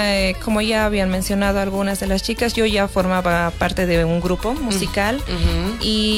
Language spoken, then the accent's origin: Spanish; Oruro, Bolivia; yo soy de Oruro.